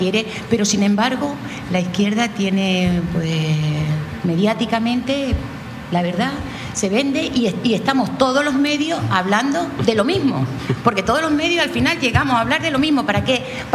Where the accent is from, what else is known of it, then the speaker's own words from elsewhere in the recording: Melilla, Spain; born there; now in Lanzarote, Spain; Yo nací en Melilla, entonces conozco muy bien lo que es Ceuta